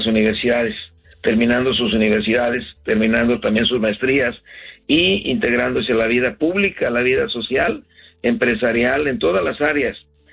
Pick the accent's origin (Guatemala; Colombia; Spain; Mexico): Mexico; Y nosotros como mexicanos de contemporáneos tenemos 500 años de historia